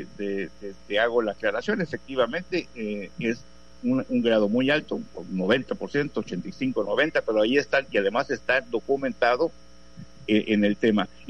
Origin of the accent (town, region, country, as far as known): Mexico